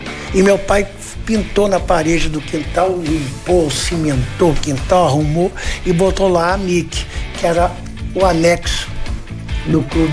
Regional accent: Rio de Janeiro, Brazil; Eu fui batizado, fiz primeira comunhão na igreja, né? Que tem em Cavalcante, né? Apóstolo de São Pedro. Fica no Antônio Saraiva, número 23. Isso aí. E ali eu cresci.

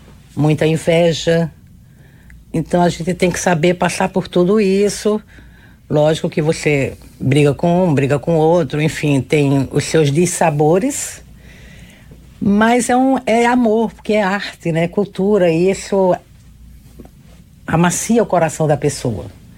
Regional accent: Pernambuco, Brazil; moved away as an adult; also born or lived in Pesqueira / Recife; now in Rio de Janeiro, Brazil; eu do interior de Pernambuco, de uma família de 8 irmãos, né? Uma casa animada.

